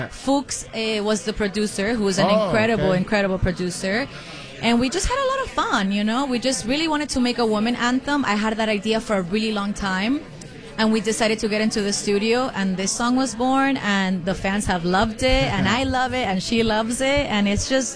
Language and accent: Spanish; Venezuela; yo soy venezolana